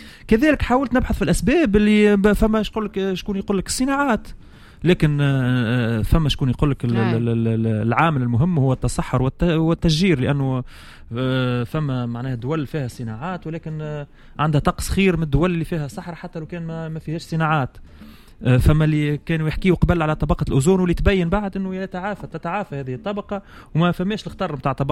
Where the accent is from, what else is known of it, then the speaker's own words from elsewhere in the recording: Tunisia; أنا معناها نتمنى أنه يكون عندنا في تونس وثيقة تجمع بين البحث التاريخي والبحث في المسببات والأسباب،